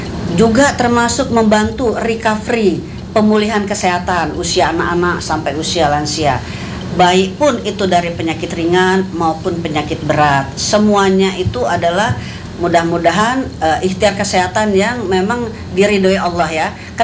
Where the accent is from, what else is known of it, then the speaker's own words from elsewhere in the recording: Lampung, Indonesia; ledes kalau kata kita orang Lampung